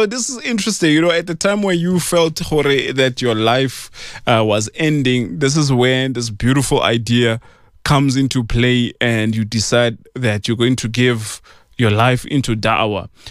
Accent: Pretoria, Gauteng, South Africa; the Ettridgeville area, which is my hometown

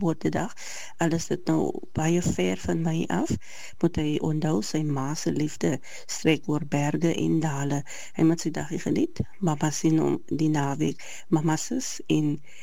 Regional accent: Swellendam, Western Cape, South Africa; van Swellendam, ek wil vir my pa sê geluk op papa sy verjaarsdag

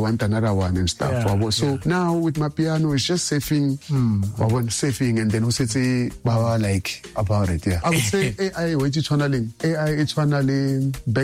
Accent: Pretoria, Gauteng, South Africa; I'm from Pretoria and then now I'm doing Chrome.

